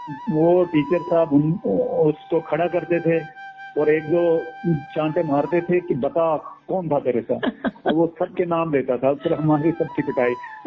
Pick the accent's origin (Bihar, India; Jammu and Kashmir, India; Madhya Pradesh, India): Jammu and Kashmir, India; moved away; also born or lived in Warangal; पूरा बचपन मेरा बीता है वहाँ।